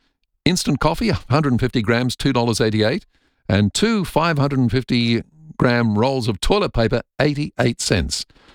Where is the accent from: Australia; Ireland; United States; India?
Australia; Nuriootpa, South Australia; I grew up in Nuriutpur and was in grade 6 in 1982.